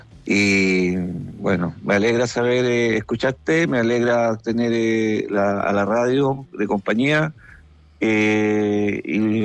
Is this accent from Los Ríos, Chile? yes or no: yes; Panguipulli, Los Ríos, Chile; excepto cuando era niño, porque yo nací en Panguipulli, gran abrazo y cariño a Panguipulli, en el sector de Ancacumoe, que es un sector bien rural, y ahí sí yo sentía los temporales como este.